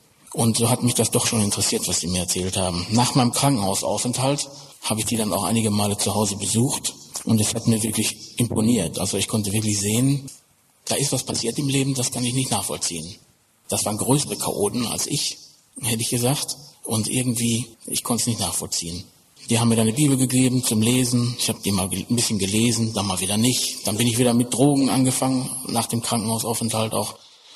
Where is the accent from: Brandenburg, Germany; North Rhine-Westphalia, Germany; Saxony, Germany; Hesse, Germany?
North Rhine-Westphalia, Germany; Ich bin aufgewachsen im Ruhrgebiet als Sohn eines Bergmanns